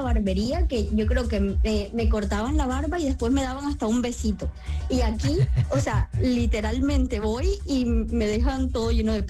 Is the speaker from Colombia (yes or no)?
yes; Colombia; como colombiano, uno decora las palabras y se echa 3 años para decir una cosa. Aquí es directo, seco.